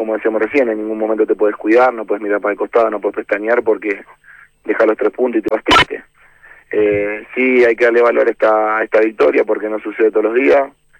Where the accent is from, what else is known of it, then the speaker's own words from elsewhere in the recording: Argentina; es algo que tenemos nosotros como argentinos